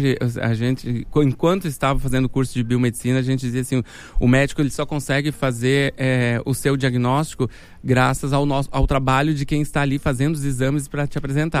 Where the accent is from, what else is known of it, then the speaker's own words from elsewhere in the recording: Espumoso, Rio Grande do Sul, Brazil; now in Porto Alegre, Brazil; eu sou natural de Espumoso.